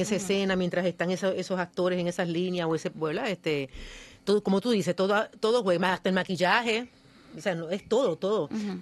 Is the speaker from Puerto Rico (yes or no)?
yes; Patillas, Puerto Rico; En mi pueblo ahora mismo se está filmando en Patillas